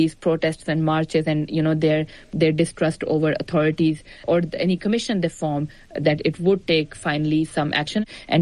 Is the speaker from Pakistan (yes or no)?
yes; Pakistan; I am a Pakistani national, but I work with the BBC